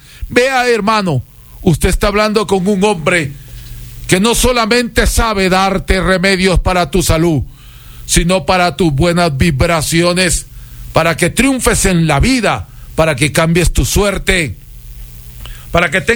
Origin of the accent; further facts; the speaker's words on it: Huancabamba, Piura, Peru; now in Ecuador; que yo estoy formado por mis abuelos, por mis padres, por mis ancestros, el chamanismo de mi tierra natal del Perú, de Huancabamba. Tengo conocimiento andino para servir al mundo